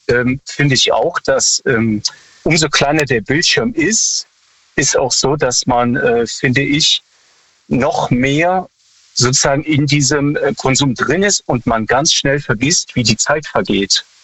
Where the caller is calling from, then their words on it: Freiburg, Baden-Württemberg, Germany; Hallo, ich bin aus Freiburg.